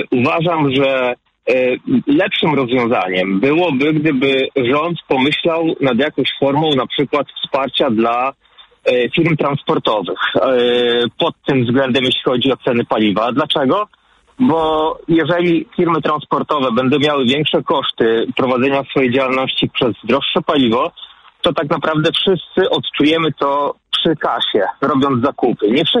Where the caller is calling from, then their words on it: England, United Kingdom; ja akurat w tym momencie dzwonię z Anglii, jestem kierowcą zawodowym